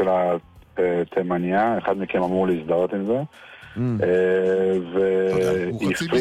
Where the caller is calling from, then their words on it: Tirat Carmel, Haifa District, Israel; טירת הכרמל.